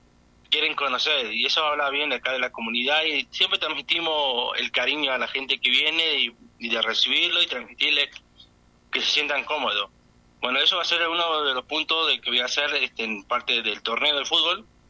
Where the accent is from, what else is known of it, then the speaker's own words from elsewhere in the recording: Santiago del Estero, Argentina; bueno, yo estoy acá en la zona de la meseta, bueno, soy de Santiago del Estero, se me sacó la tonada.